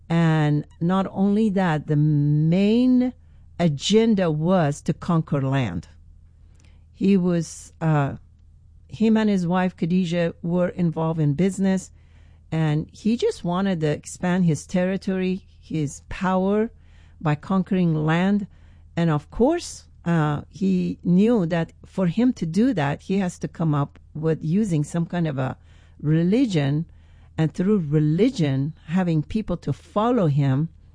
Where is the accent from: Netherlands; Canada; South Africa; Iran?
Iran; English is a second language; now in United States; which that's the country that I come from Iran.